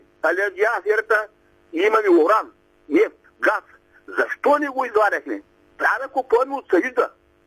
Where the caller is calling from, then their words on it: Sliven Province, Bulgaria; Аз съм тук от Сливенска район, се обаждам.